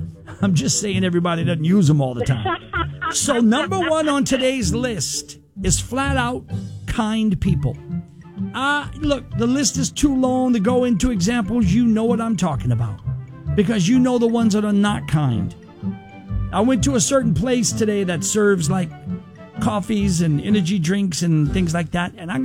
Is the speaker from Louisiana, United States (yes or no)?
yes; New Orleans, Louisiana, United States; moved away; I worked for him in New Orleans, my hometown.